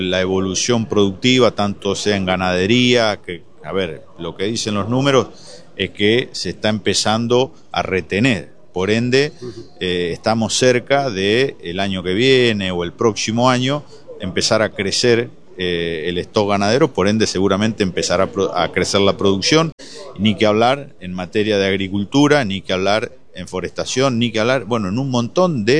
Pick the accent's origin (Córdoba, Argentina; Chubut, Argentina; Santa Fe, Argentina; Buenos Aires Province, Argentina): Santa Fe, Argentina; Corrientes y Santa Fe, yo soy de Santa Fe